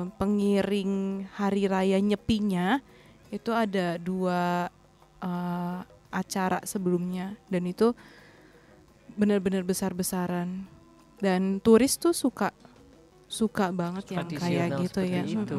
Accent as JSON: {"language": "Indonesian", "region": "Java", "country": "Indonesia", "said": "Apalagi aku dari Pulau Jawa."}